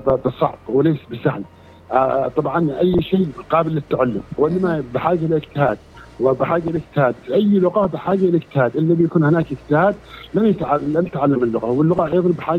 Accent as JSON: {"language": "Arabic", "country": "Yemen", "said": "ايضا عندنا في اليمن المنتجات الصينية اللي موجودة في السوق،"}